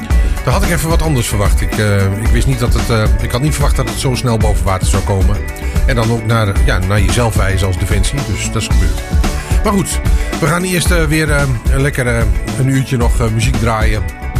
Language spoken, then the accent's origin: Dutch; Wezep, Gelderland, Netherlands; Want ik kom zelf uit Wezep